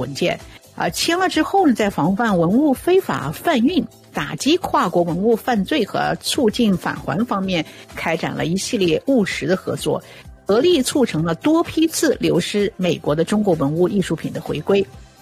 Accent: Canada

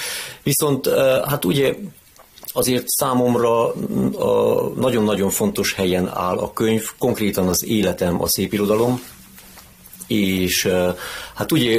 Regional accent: Hungary; Ez számomra egy felhívás volt, hogy azért figyeljek oda arra, hogy én magyar vagyok, és pozitív értelemben próbáljak tenni a magyarságomért.

